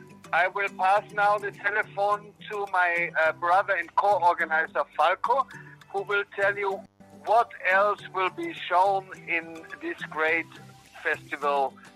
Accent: Austria; now in Inhambane, Mozambique; Austria, my home country

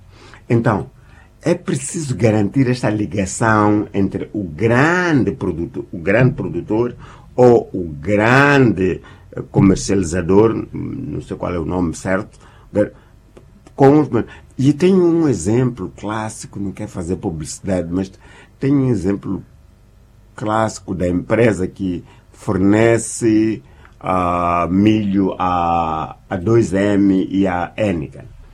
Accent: Jangamo, Inhambane, Mozambique; born or raised there

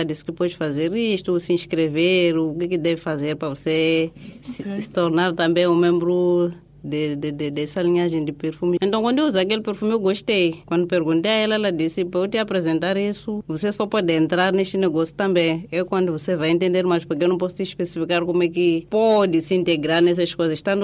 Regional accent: Manjacaze, Gaza, Mozambique; Sou natural de Manjacaze

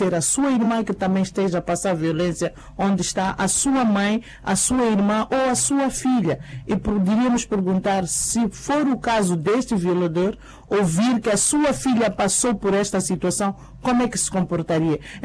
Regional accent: Xidenguele, Gaza, Mozambique; born there; Por acaso, Xidenguele é onde eu nasci

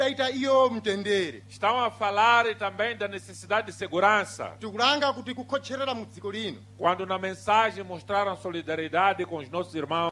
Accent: Mozambique; Nós, como moçambicanos, somos irmãos, unidos do Ruvuma ao Maputo, somos mais fortes.

